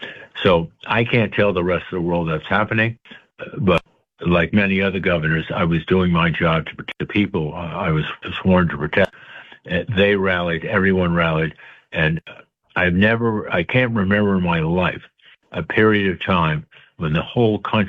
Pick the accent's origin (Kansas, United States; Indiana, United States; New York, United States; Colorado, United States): New York, United States; I can't say enough to the police and the firefighters in New York City. I am from New York.